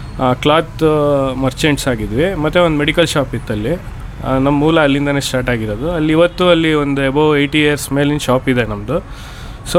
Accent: Shivamogga, Karnataka, India; ನಾನು ಹುಟ್ಟಿ ಬೆಳೆದಿದ್ದು ಇಲ್ಲೇ ಶಿವಮೊಗ್ಗದಲ್ಲಿ, ಬಟ್ ನಮ್ಮ ನೇಟಿವ್ ಬಂದ್ಬಿಟ್ಟು ಫಾದರ್ದು ಎನ್ಆರ್ಪುರ. ಸೊ ನಮ್ಮ ಫಾದರ್ 1980 ಶಿವಮೊಗ್ಗಕ್ಕೆ ಬರ್ತಾರೆ. ಸೊ 81 ಇಲ್ಲಿ ಸೆಟಲ್ ಆಗಿದ್ದೀವಿ ನಾವು.

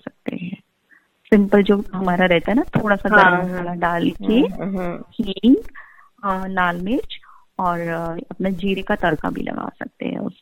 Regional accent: Rajasthan, India; क्योंकि दाल बाटी के साथ हम राजस्थानी लोगों को कुछ तो चटकारा चाहिए

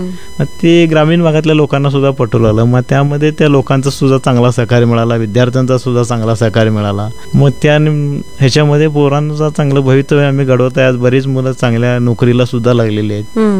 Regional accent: Belagavi, Karnataka, India; माझा जन्म इथं बेळगाव मध्ये झालेला आहे.

